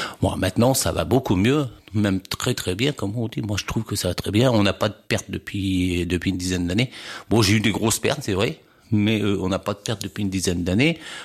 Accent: Chartres, Centre-Val de Loire, France; Oui, je suis originaire de Chartres, je suis né à Rechèvre comme on dit.

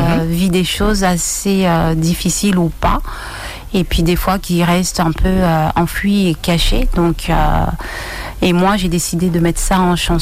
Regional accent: French Guiana; Chez moi, je suis Guyanaise, je suis née ici. C'est vrai que je suis partie 33 ans.

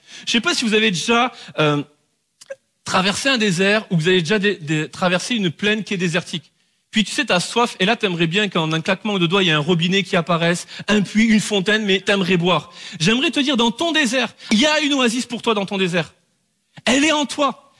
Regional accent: France; Et les amis, on est français pour la grande majorité d'entre nous. En tout cas, on est en France.

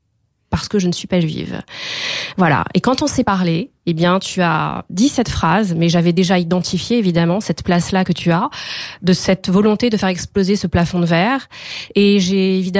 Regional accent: Corsica, France; Parce que je suis corse et que je porte cet héritage et noblesse d'âme et de cœur dont il me faut être à la hauteur.

